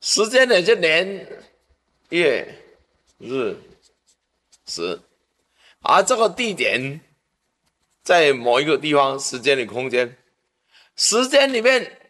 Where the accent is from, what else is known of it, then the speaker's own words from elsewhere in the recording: Taiwan; 在我6年前快7年了，那时候我到纽西兰去，我们很多那时候我们台湾人。到纽西兰移民去了。